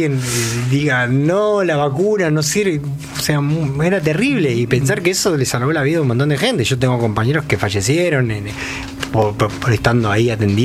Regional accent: Isidro Casanova, Buenos Aires Province, Argentina; yo soy de acá, de Casanova, cuando era chico jugaba al fútbol y a veces descalzo

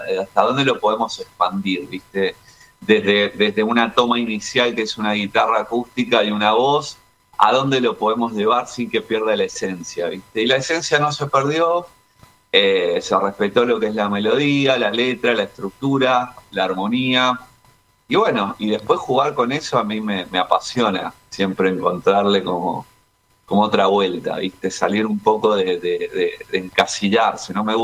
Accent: Argentina; uno siempre se siente más cercano a Buenos Aires, ¿no? Que es como, nada, es parte de nuestro país, obviamente, pues, por más que estemos lejos en distancias

